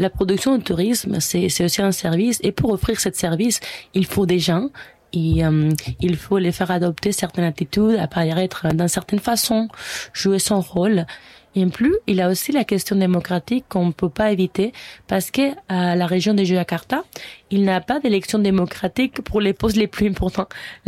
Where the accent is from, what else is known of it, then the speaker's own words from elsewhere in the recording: Spain; now in Canada; Moi, je viens de l'Espagne, c'est quand même une monarchie parlementaire.